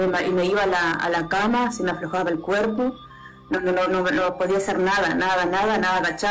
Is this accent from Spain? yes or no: no; Javier de Viana, Artigas, Uruguay; Yo vengo de Javier de Viana y traje a mi compadre de Pueblo Sacaíra.